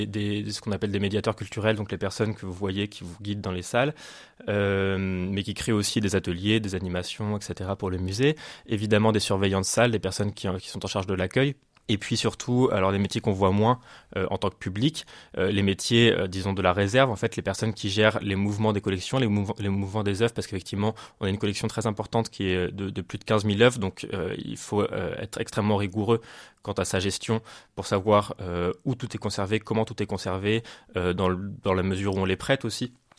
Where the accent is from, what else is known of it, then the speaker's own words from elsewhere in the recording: Paris, Île-de-France, France; J'ai grandi à Paris